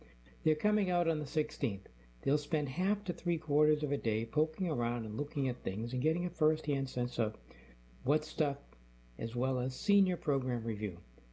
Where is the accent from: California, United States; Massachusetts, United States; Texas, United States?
Massachusetts, United States; Wilbraham; I love the community growing up in Wilbraham.